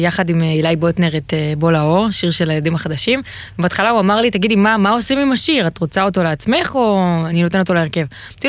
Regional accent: Southern District, Israel; אנחנו מהדרום, מיכאל, זה אחרת שם.

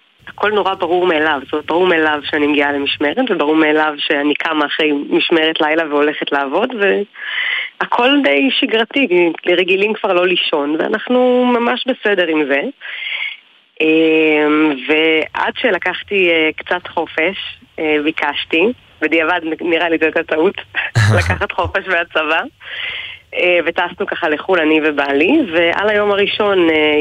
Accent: Rishon LeZion, Central District, Israel; אני מראשון לציון

